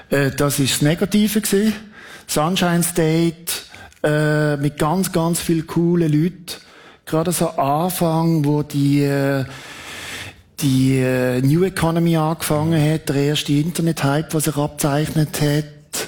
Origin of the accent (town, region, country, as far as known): Switzerland